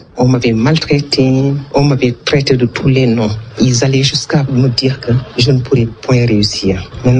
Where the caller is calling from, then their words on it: Dakar, Senegal; j'appelle de Dakar, j'ai 54 ans.